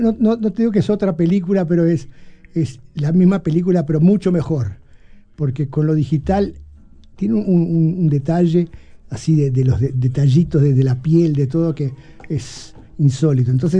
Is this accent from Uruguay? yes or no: yes; Uruguay; yo que soy de clase media alta uruguaya